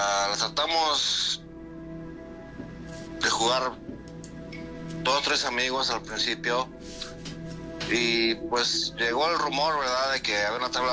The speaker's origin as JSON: {"language": "Spanish", "region": "Guanajuato", "country": "Mexico", "said": "Sí, tengo 43 años de edad, soy de Guanajuato, un pueblo chico."}